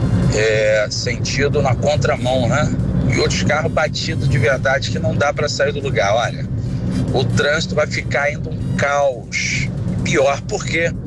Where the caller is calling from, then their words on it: São João de Meriti, Rio de Janeiro, Brazil; aqui de São João de Meriti.